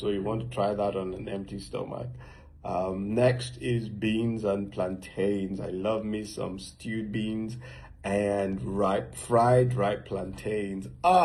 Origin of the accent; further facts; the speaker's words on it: Nigeria; I am a Nigerian and I'm an actor and a filmmaker.